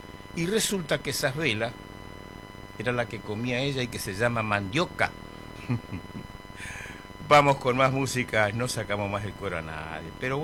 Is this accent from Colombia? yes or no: no; Buenos Aires, Argentina; born there; Yo me crié en Buenos Aires, pero siempre dije, no voy a perder las costumbres de mis orígenes, no voy a renunciar a mis costumbres tradicionales